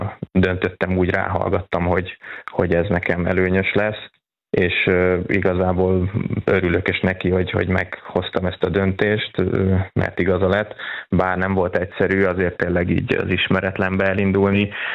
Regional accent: Somogy, Hungary; moved away; hogy én is innen Somogyországból kikerülve magyarként megálltam a helyemet ott Romániába.

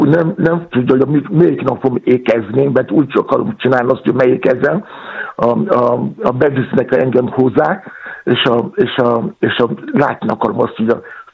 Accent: Nigeria; Hungarian is a second language; moved away as an adult; now in Hungary; Én ott születtem Nigériában, és nagyon-nagyon jól ismerem ez a szószág

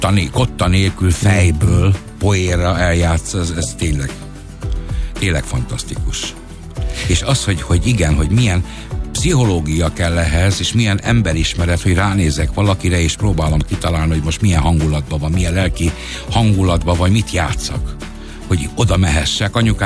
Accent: Budapest, Hungary; also born or lived in Budaörs; mikor oda születtem Budaörsre, 78-ban. Aztán 88-ban jöttünk ide Budapestre, mindkét lakásunkban mindig a legnagyobb zenészek jöttek föl

